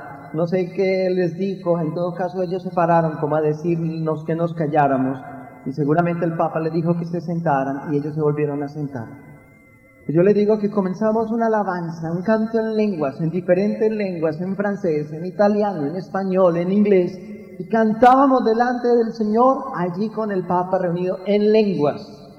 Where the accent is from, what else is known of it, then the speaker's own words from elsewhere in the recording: Medellín, Antioquia, Colombia; now in Bogotá, Colombia; yo llegué a Italia a estudiar teología espiritual, me preguntaron en el aeropuerto cuando dije que era de Medellín, Colombia.